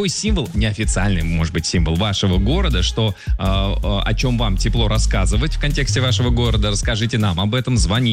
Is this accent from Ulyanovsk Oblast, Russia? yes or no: no; Moscow, Russia; Но для меня, я вырос в Измайлово, родился и вырос в Измайлово. Вот, и для меня, наверное, символ — это вот двор, в котором я вырос